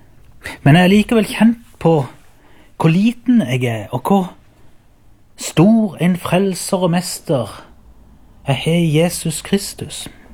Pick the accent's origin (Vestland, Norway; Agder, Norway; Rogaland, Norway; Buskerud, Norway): Agder, Norway; Byremo